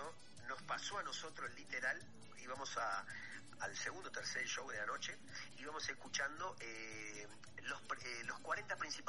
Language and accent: Spanish; Argentina; moved away; also born or lived in Villa Florida; nací en Villa Florida, en Villa Tacuara obviamente me crié, y de ahí salgo una familia humilde sin un mango.